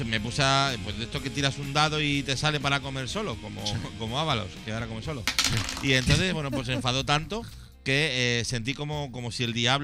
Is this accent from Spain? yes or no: yes; Madrid, Community of Madrid, Spain; soy muy madrileño.